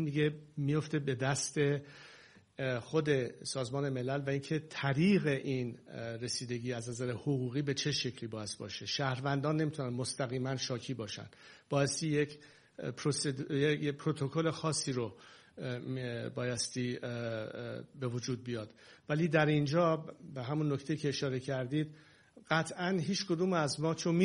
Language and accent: Persian; Iran; moved away; ما که در خارج از ایران هستیم،